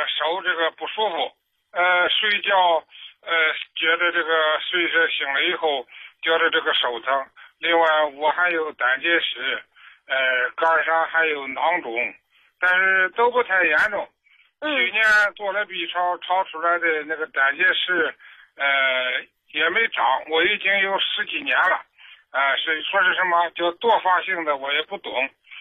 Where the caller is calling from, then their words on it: Baoding, Hebei, China; 是河北保定的。